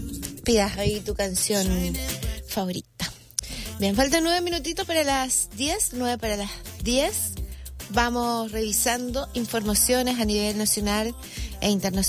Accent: Chile; Nosotros por ser chilenos

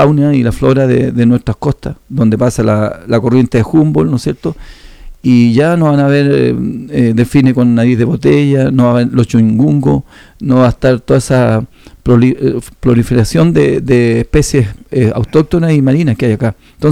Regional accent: Santa Cruz, O'Higgins, Chile; yo me crié en esta comuna, soy de acá, soy santacruzano, en mi infancia la pasé en Paniagüe y después me fui a estudiar afuera, pero yo me desarrollé acá, estudié en el IRFE todos mis años de colegiatura.

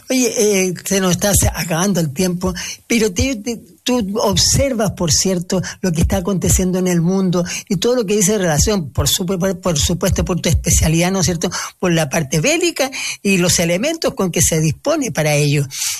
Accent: Chile

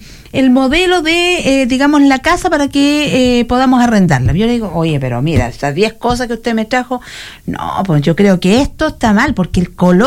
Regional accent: Chile; muy buenos somos los chilenos

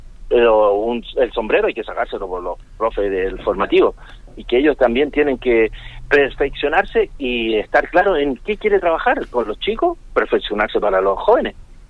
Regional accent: Santiago, Santiago Metropolitan, Chile; now in Rancagua, Chile; Yo de Santiago de Chile

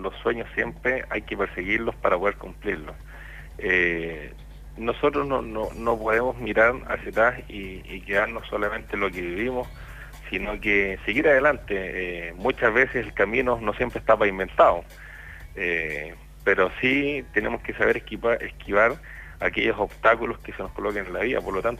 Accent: Molina, Maule, Chile; now in Quirihue, Chile; maulino, de la comuna de Molina, yo creo que es conocida siempre por las siete tazas.

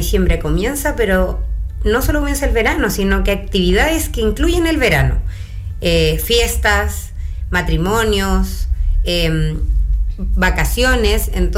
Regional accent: Chile

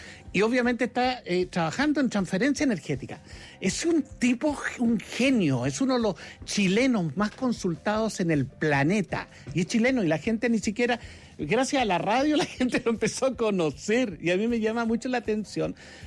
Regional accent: Argentina

